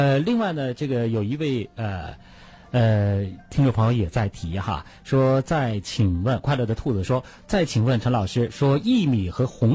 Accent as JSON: {"language": "Chinese", "country": "China", "said": "我们作为中国人来讲呢，可能就知道中国的信息更多一些"}